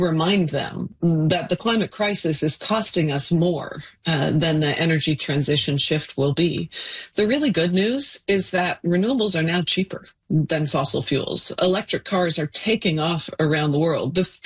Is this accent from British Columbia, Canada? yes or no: yes; British Columbia, Canada; I'm, as a Canadian, embarrassed on international stages